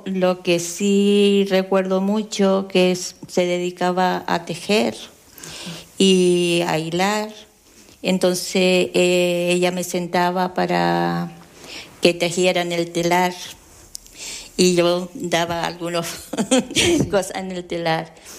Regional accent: Valverde, Canary Islands, Spain; moved away as an adult; now in Tenerife, Spain; Yo soy de Los Jarales, aunque es municipio de Valverde.

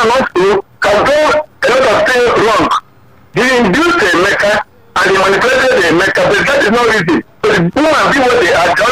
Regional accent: Lagos, Nigeria; No. I'm from Lagos.

